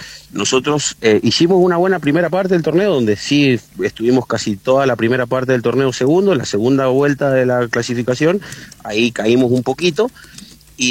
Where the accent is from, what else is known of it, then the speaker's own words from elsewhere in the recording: La Dormida, Mendoza, Argentina; soy de La Dormida y no conozco mucho San Martín